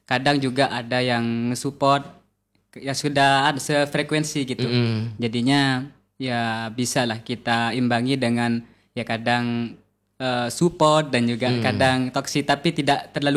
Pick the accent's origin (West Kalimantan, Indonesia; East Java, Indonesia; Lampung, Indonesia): East Java, Indonesia; Guluk-Guluk; Saya dari Karangsokon, Gulu-Gulu Sumenep.